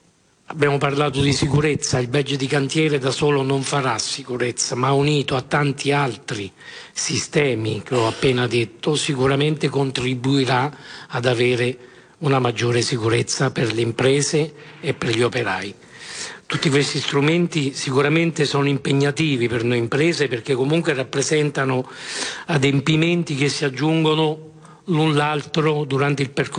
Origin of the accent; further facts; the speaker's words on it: Abruzzo, Italy; Io vengo dall'Abruzzo, una regione che è stata colpita duramente due volte, sia nel 2009, mia madre era aquilana, mio papà teramano